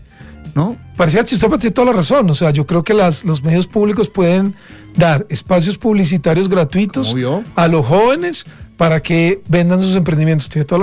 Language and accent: Spanish; Riosucio, Caldas, Colombia; yo no soy de Bogotá, yo soy de un pueblo que se llama Risucio Caldas y soy caldense, es decir, yo soy de provincia.